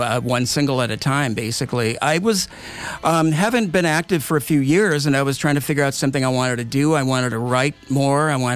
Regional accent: New Prague, Minnesota, United States; And so New Prague is where I grew up

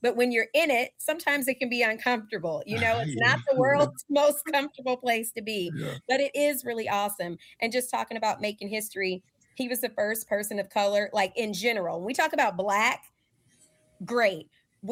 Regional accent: Alabama, United States; moved away as an adult; now in Minnesota, United States; So I actually grew up in Alabama. So I was born in Minnesota, but I actually grew up in Alabama. So everybody laughs at me because I say I'm from Alabama because I have Southern roots.

